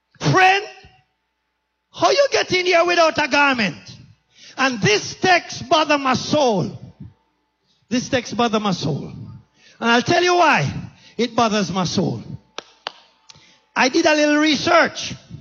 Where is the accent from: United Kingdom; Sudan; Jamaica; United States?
Jamaica; I come from Jamaica